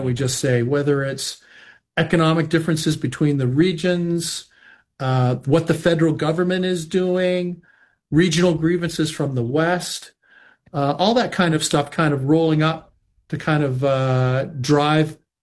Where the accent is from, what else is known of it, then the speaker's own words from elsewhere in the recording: Canada; born there; let's face it, I was born in Canada. I have Greek heritage.